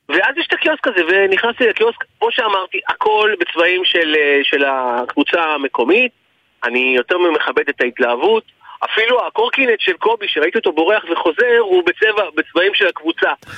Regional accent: Givatayim, Tel Aviv District, Israel; אני גדלתי בגבעתיים

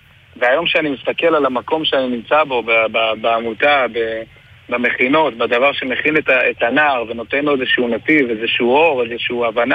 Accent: Jerusalem, Jerusalem District, Israel; אני גדלתי ברוך השם עובדות חרדים, בארנוב, שכונת ירושלים, תשעה אחים.

